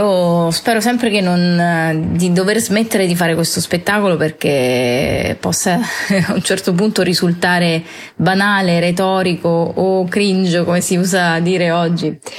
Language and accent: Italian; L'Aquila, Abruzzo, Italy; also born or lived in Naples; now in Rome, Italy; sono nata a Napoli, che è una città con delle caratteristiche ben precise, poi sono cresciuta all'Aquila, che è una città con le caratteristiche opposte, e poi mi sono spostata a Roma